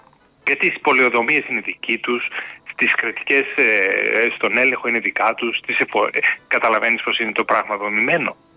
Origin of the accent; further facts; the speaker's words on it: Greece; now in Germany; Εγώ τώρα, παραδείγματος χάρη που είμαι Έλληνας, μου λέει το γερμανικό κράτος η εφορία